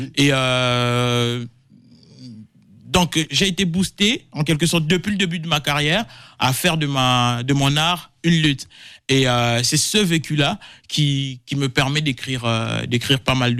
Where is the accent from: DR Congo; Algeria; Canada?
DR Congo; parce que moi je viens du Congo. Il faut le dire, je viens d'Afrique, je viens du Congo.